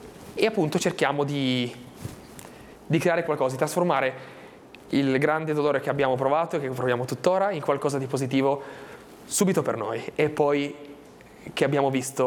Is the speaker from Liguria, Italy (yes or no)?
yes; Albenga, Liguria, Italy; E prima il nostro comune di Albenga, noi siamo di Albenga